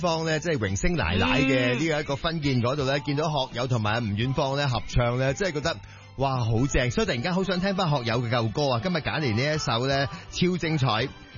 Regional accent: Guangdong, China; 即系我哋广东人咧系好中意讲话啲唔吉利嘅嘢嘅。

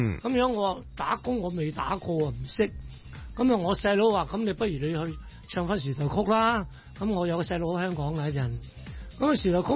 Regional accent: Vietnam; now in Hong Kong; 我喺越南長大嘅，我七歲就學唱粵曲。11岁就登台都系唱粤曲，咁啊后期做埋大戏咧喺越南，咁嚟到香港咧，我系70年到香港，

